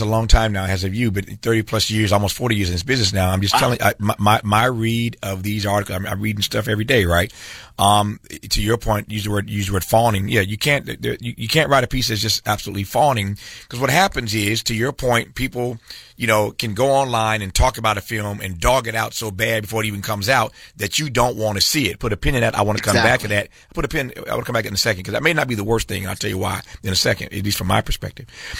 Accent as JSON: {"language": "English", "region": "Indiana", "country": "United States", "tie": "born or raised there", "also_born_or_lived": "Mississippi", "said": "couldn't have imagined as a kid growing up in Indiana, born in Mississippi, I'd ever meet Muhammad Ali."}